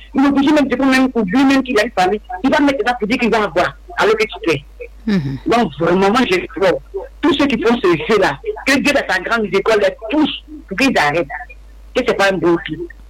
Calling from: Dabou, Grands-Ponts, Côte d’Ivoire; Et moi, je suis à Dabou.

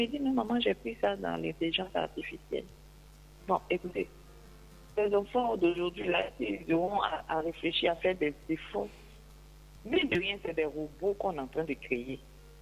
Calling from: Côte d’Ivoire; chez nous en Côte d'Ivoire

